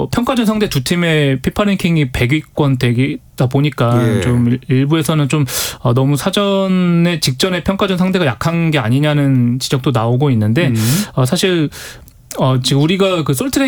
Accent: North Korea; 그 북한 그 내 고향 선수단은 좀 웃지 않고 앞만 보면서 1분 만에 공항을 빠져나갔습니다.

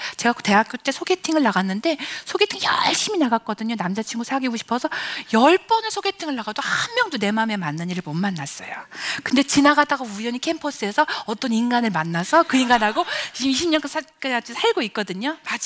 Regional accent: Gongju, South Chungcheong, South Korea; born there; 저는 충남 공주에 있는 어떤 연탄집 새빵에서 태어났습니다.

